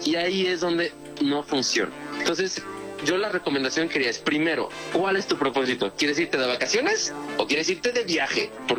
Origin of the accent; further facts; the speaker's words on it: Mexico City, Mexico; moved away as an adult; now in Valle de Bravo, Mexico; yo soy de la Ciudad de México, actualmente vivo en Valle de Bravo